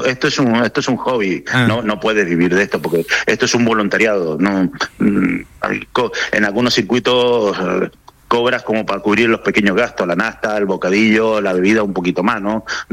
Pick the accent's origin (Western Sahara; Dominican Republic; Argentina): Argentina; Guaymallén, Mendoza; moved away; En Guaymallén, siempre he vivido en Guaymallén, he ido alternando el barrio UNIMEP, San José, pero siempre